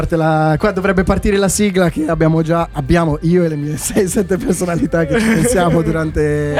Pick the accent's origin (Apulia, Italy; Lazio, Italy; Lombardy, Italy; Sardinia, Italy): Lombardy, Italy; Milan; dovete sapere che la Clea, perché sono milanese.